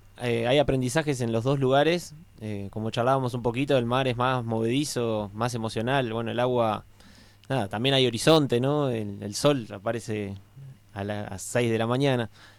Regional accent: Mar del Plata, Buenos Aires Province, Argentina; now in Capilla del Monte, Argentina; Somos de Mar del Plata, es una banda que surge en Mar del Plata en realidad, pero justo estábamos acá por Capilla

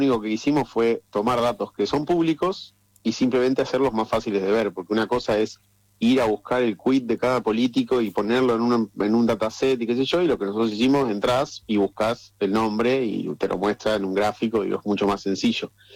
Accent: Argentina

